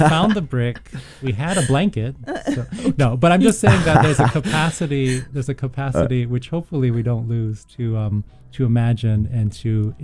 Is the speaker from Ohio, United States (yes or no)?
no; Hawaii, United States; I grew up in Hawaii, and that was already a place like where you were seeing a lot of like Asian traditions, puppetry, shadow puppetry from Indonesia.